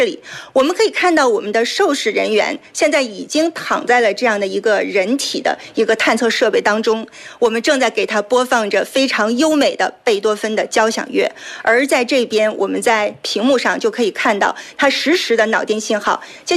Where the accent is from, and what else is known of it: China